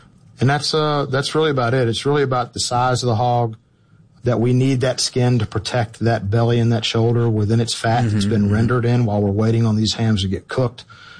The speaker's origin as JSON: {"language": "English", "town": "Memphis", "region": "Tennessee", "country": "United States", "tie": "born there"}